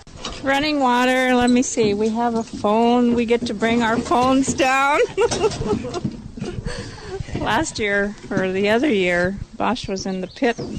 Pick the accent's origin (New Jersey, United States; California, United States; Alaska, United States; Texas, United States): Alaska, United States; Klukwan; I'm from Klakwan, Alaska.